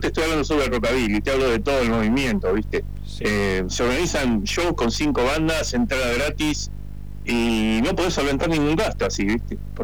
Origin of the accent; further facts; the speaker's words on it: La Plata, Buenos Aires Province, Argentina; Yo siempre viví en La Plata, jamás me mudé. Soy acá, oriundo de La Plata, y siempre viví acá